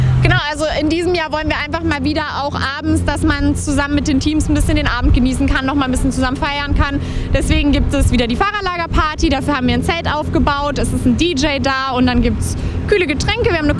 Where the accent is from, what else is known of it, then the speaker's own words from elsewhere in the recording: Wendeburg, Lower Saxony, Germany; ich bin 16. Ich komme aus Wendeburg.